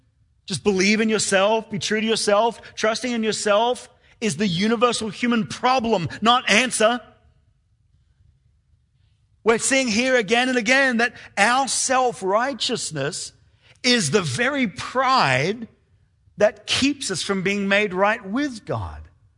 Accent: Rockhampton, Queensland, Australia; born there; I was born in Rockhampton.

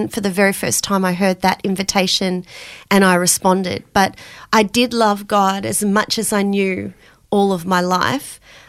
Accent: Romsey, Victoria, Australia; And I grew up in Romsey, which is about an hour out of Melbourne in rural. It was beautiful.

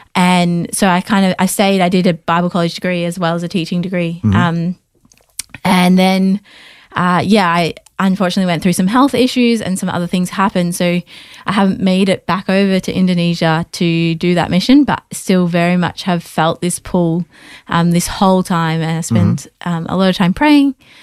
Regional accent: Australia; Because I'm from Australia.

